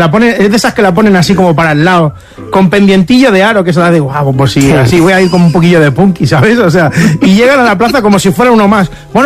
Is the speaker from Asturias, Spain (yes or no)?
no; Rubí, Catalonia, Spain; Que claro, nosotros somos de Rubí. Nosotros somos de Rubí.